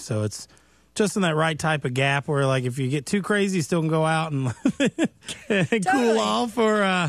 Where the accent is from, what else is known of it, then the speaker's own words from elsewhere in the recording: Louisville, Kentucky, United States; moved away as an adult; now in Nashville, United States; Yeah, I'm from Louisville originally.